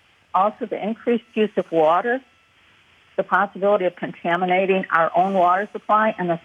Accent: Ohio, United States; I'm from Ohio.

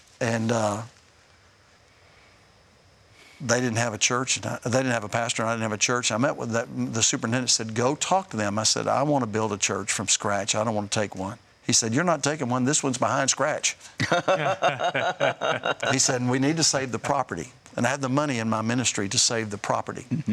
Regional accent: Texas, United States; now in Nashville, United States; I thought, that's crazy. I'm from Texas.

